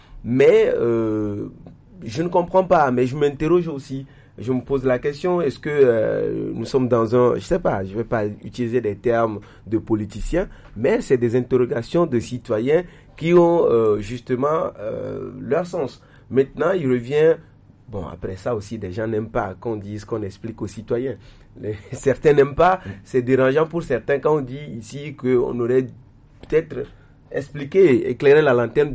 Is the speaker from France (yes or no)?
no; Togo; en tant que Togolais